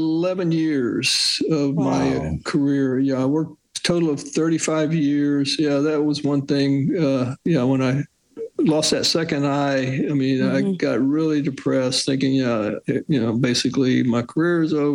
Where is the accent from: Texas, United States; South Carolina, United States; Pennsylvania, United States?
Texas, United States; Houston; I grew up here in Houston